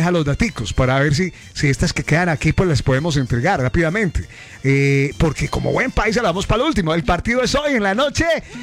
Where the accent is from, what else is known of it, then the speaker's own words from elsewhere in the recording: Antioquia, Colombia; los paisas todo dejamos para lo último